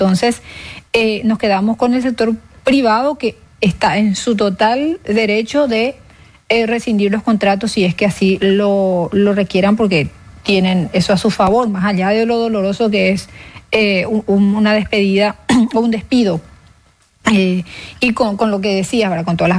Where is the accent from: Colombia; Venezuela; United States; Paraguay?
Paraguay; O sea, somos paraguayos, entonces, queremos consumir lo que producimos y estamos en nuestro total derecho.